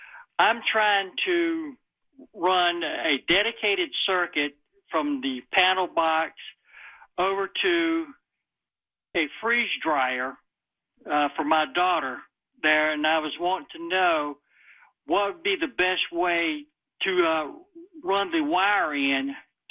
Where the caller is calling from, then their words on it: Pinnacle, North Carolina, United States; I'm calling from Pinnacle, North Carolina.